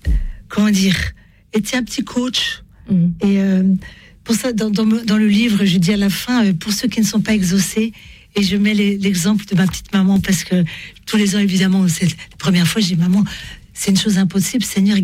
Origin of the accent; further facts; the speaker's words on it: France; Enfin, je suis française aussi, mais.